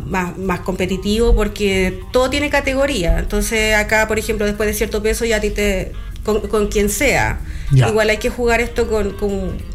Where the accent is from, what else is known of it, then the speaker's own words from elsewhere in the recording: Chile; moved away as an adult; also born or lived in United States; mi vida acá en Chile. Y a mí me gustan las cosas con balance, porque yo soy chilena.